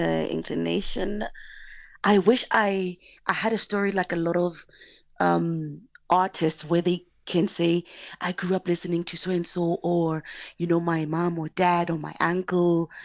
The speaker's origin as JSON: {"language": "English", "town": "Mafikeng", "region": "North West", "country": "South Africa", "tie": "born or raised there", "said": "But I guess also because of where I grew up, I'm from Mafikeng, it was really big on those two genres."}